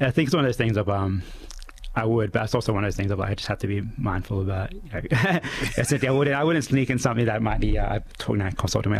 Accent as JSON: {"language": "English", "region": "Central Australia", "country": "Australia", "said": "I'm from Central Australia"}